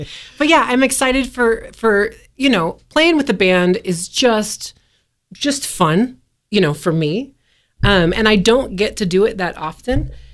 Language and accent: English; Colorado, United States; moved away as an adult; I am from the Front Range of Colorado, even though I've lived here since 2013. So what is that, 13 years? This is home, but it is always good to go home and put your feet in the dirt you came from.